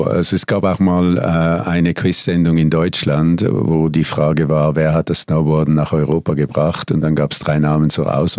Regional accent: Switzerland; Also ursprünglich bin ich aus der Schweiz und mit einem portugiesischen Vater und einer Schweizer Mutter aufgewachsen.

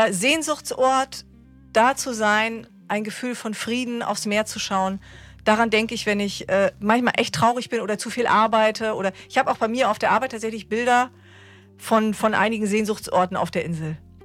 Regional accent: East Germany, Germany; ich komme ja aus dem Osten, aus den neuen Bundesländern.

